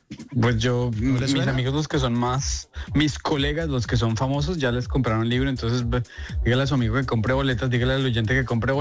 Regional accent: Colombia; now in New York, United States; Creo que soy el primer colombiano que va a grabar un especial en español aquí en la Gran Manzana, entonces estoy muy orgulloso por eso.

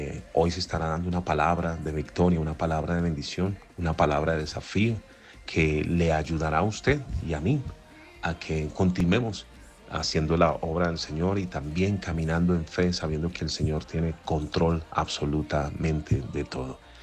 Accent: Colombia

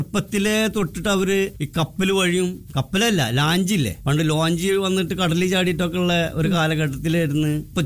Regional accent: Chavakkad, Kerala, India; ഞങ്ങളെ ചാവക്കാടിന് mini Gulf എന്നുള്ള പേര് വന്നത്.

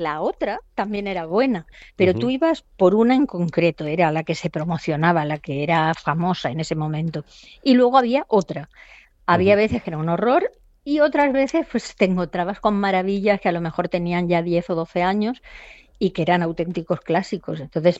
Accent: Elda, Valencian Community, Spain; moved away; voy a hablar de mi tierra, pero no solamente de Elda, que es mi pueblo, sino de toda nuestra zona, toda nuestra comarca.

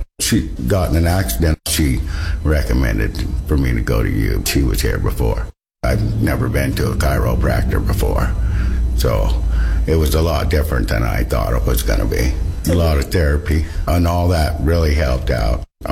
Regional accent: Vancouver, Washington, United States; I'm from Vancouver, Washington.

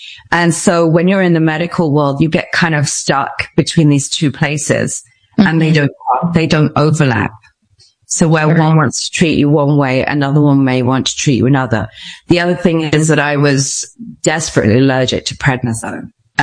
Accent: Stratford-upon-Avon, West Midlands, United Kingdom; moved away as an adult; also born or lived in Mexico; I decided to leave Mexico, go back to England because I'm obviously from Stratford-upon-Avon in England. You can tell by my accent. And so I decided to go home to England

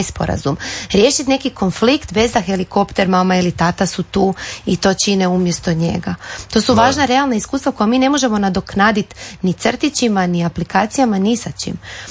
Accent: Zagreb, City of Zagreb, Croatia; Ja sam odrasla u Sesvetama, odnosno u Sesvetskom Kraljevcu, i to je bilo drugačije. To su bile široke ulice, nismo imali parkove, imali smo dvorišta.

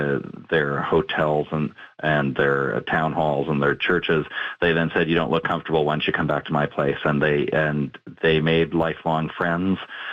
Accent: Canada; I mean, it's an incredible story that I'm proud of as a Canadian

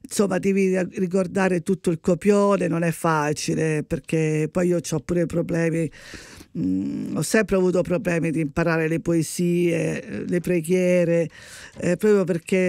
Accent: Rome, Lazio, Italy; perché essendo un ambiente napoletano non voglio far vedere che sono di Roma e quindi parlo così

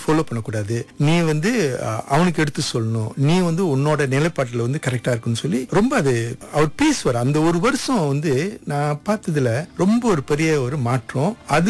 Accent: India; நான் ஒரு இந்தியன் அந்த ஒரு அந்த உணர்ச்சியெல்லாம் வந்து அக்கா தான் கொடுத்தாங்க

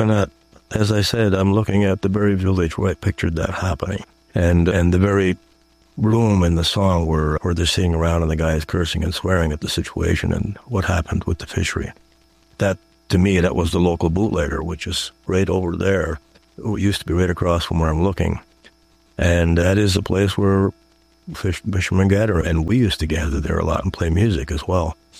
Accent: Rustico, Prince Edward Island, Canada; I'm sitting in my hometown of Rustico on the North Shore of Prince Edward Island right now. As I look out the window, I'm overlooking the local fishing village.

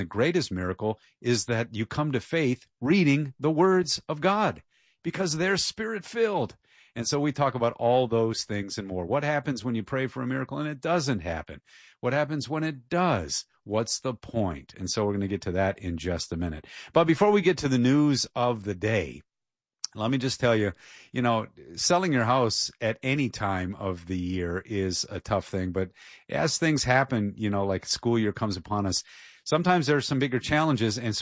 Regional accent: Detroit, Michigan, United States; now in Washington, D.C., United States; I grew up in Detroit.

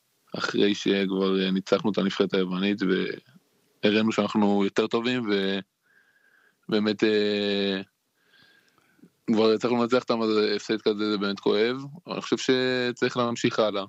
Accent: Kiryat Ata, Haifa District, Israel; born there; moved away; also born or lived in Gilboa; גדלתי במחלקת הנוער של קריית אתא

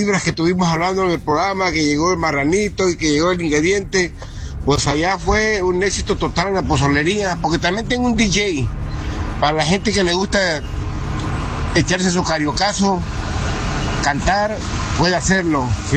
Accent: Acapulco, Guerrero, Mexico; moved away; yo tengo una pozolería allá en mi pueblo, ¿eh? En el kilómetro 30, municipio de Acapulco, Guerrero.

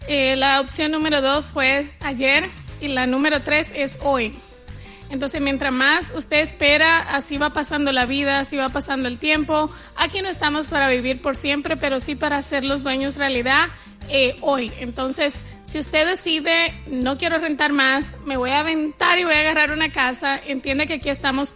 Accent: Dominican Republic; Así somos los dominicanos.

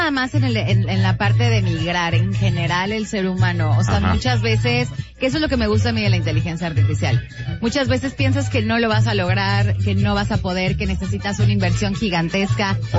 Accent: Mexico; ¿cuánto emprendedor no viene aquí que somos mexicanos?

